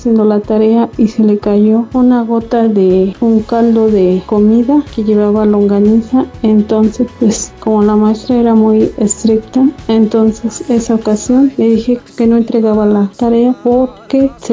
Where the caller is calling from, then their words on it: Tlaxcala, Mexico; tengo 48 años, estoy ahorita escuchándoles desde Tlaxcala